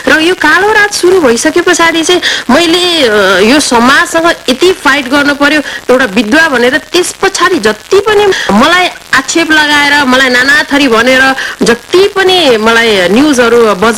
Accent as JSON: {"language": "Nepali", "town": "Kathmandu", "region": "Bagmati", "country": "Nepal", "tie": "born or raised there", "said": "म प्योर नेवारको छोरी … तर मेरो घरको वातावरण नेवारपन कम थियो।"}